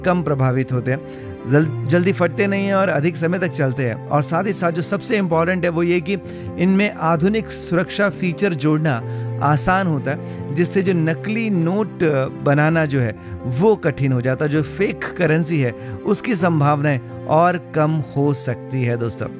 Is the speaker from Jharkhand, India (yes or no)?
no; Delhi, India; दिल्ली दा सोना रंगला मुंडा